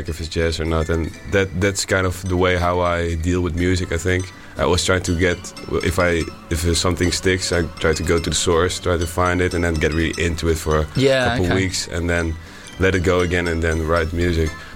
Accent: Rotterdam, South Holland, Netherlands; I'm from the Netherlands, from Rotterdam, and there's a big Surinamese community.

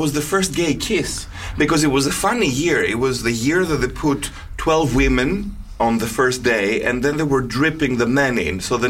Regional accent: Greece; moved away; my beloved nation, my home country

